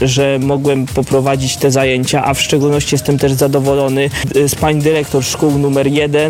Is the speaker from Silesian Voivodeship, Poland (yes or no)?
no; Koszalin, West Pomeranian Voivodeship, Poland; w szkołach u nas w Koszalinie